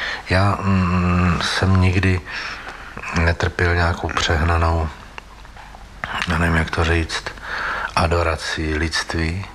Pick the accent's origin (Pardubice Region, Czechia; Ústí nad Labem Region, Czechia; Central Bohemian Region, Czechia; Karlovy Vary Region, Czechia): Pardubice Region, Czechia; Holice; born there; Já jsem se narodil v Holicích v Čechách, tam je krásný kostel.